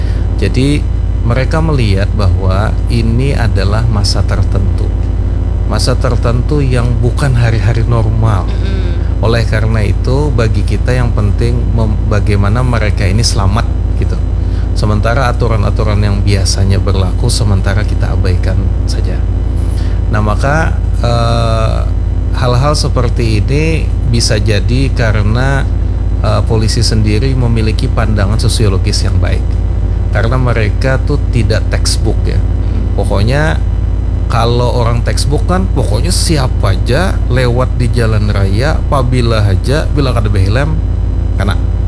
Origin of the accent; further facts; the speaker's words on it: Banjar, South Kalimantan, Indonesia; kita ini sebenarnya orang Banjar ini dikenal secara budaya itu sangat agamis.